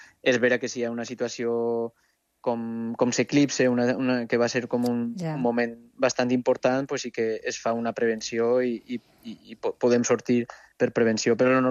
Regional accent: Jaca, Aragon, Spain; Jo soc de Jaca, de Huesca, i és vera que tinc la muntanya en sa sang.

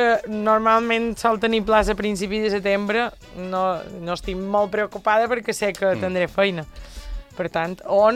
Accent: Muro, Balearic Islands, Spain; Som de Muro, Muro

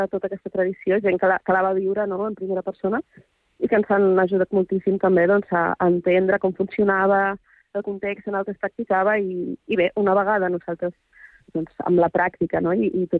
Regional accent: Balearic Islands, Spain

